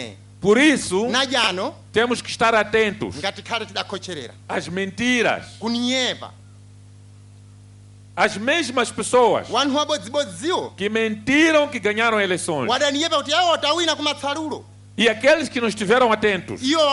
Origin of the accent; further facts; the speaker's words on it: Mozambique; Nós, como moçambicanos, somos um povo de paz.